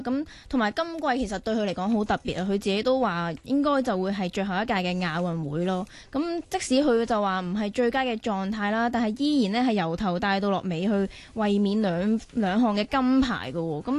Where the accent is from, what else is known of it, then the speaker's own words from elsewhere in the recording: Hong Kong; 我哋香港嘅运动员